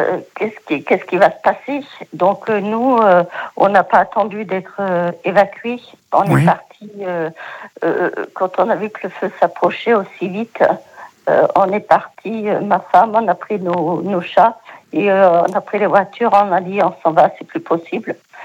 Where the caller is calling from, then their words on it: Biscarrosse, Nouvelle-Aquitaine, France; De Biscarrosse